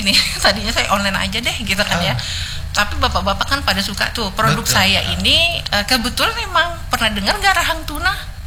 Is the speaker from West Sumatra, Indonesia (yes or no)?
no; North Sumatra, Indonesia; Kita orang Batak kan.